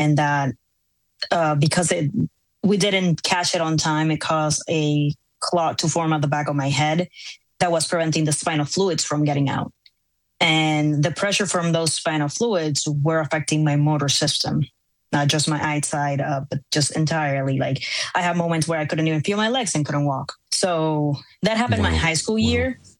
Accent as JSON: {"language": "English", "country": "Puerto Rico", "tie": "born or raised there", "moved": "as an adult", "lives_now": "Massachusetts, United States", "said": "I was born here in Massachusetts, but in a couple of months after I was born, I went back to Puerto Rico and didn't come back to the U.S. to live."}